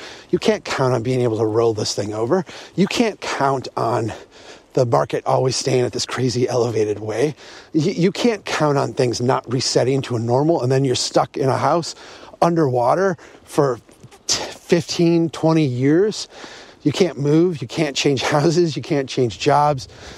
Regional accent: Brainerd, Minnesota, United States; with Strong Towns. Nice to see you today. It's a February in Minnesota in my hometown of Brainerd.

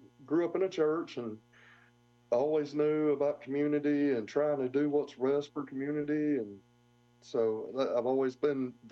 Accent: Middlesboro, Kentucky, United States; now in North Carolina, United States; Well, I live in North Carolina now. Most of my wrestling career has been in the Carolinas. I am originally from Middlesboro, Kentucky, a little small town.

